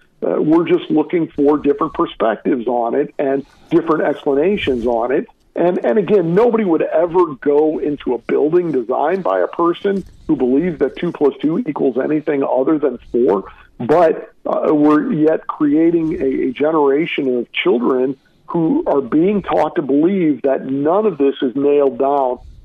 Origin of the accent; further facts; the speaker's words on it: St. Louis, Missouri, United States; my hometown of St. Louis